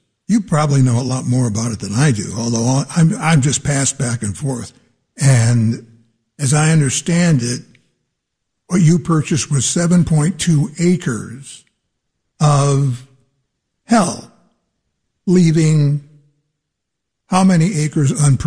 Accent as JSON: {"language": "English", "town": "Ann Arbor", "region": "Michigan", "country": "United States", "tie": "born or raised there", "said": "every time I got on I-94 from my hometown in Ann Arbor and went west, most likely to Chicago or Kalamazoo or Battle Creek even"}